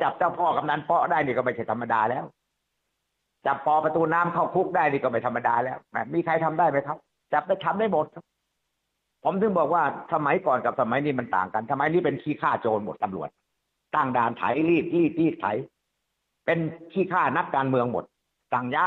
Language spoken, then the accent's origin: Thai; Phetchaburi, Thailand; born there; ผมเป็นคนเพชรบุรีโดยกำเนิดครับ